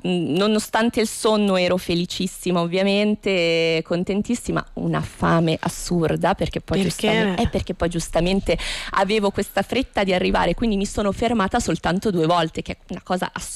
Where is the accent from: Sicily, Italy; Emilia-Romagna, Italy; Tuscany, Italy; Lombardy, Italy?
Lombardy, Italy; Varese; moved away as an adult; now in Rome, Italy; mia mamma è pugliese, mio papà è della Basilicata, quindi io ho origini meridionali, ma di fatto sono nata e cresciuta a Varese.